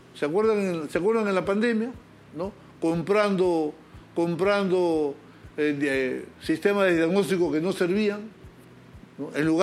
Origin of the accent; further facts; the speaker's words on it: Peru; como peruano y como médico